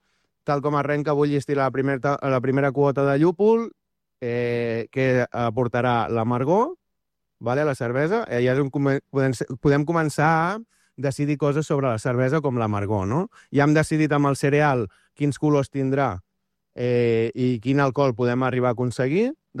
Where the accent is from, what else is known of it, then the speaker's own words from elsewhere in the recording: Arenys de Mar, Catalonia, Spain; Arenys de Mar, sempre. Capital de l'Almaresma.